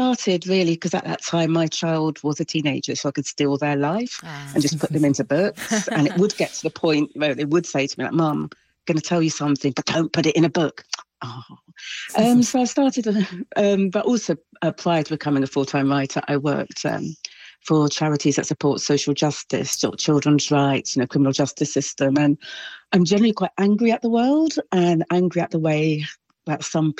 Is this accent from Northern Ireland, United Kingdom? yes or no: no; Brighton, South East England, United Kingdom; So I grew up in Brighton in the 1970s. I was privately fostered.